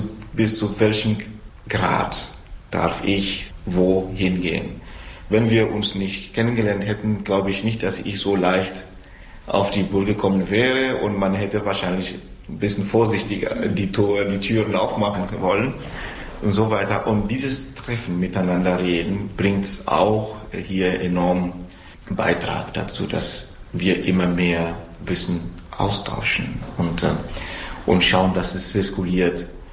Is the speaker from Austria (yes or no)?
no; Togo; ich komme aus Togo